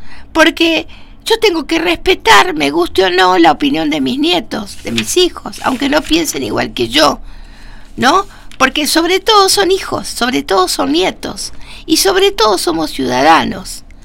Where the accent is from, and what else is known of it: Argentina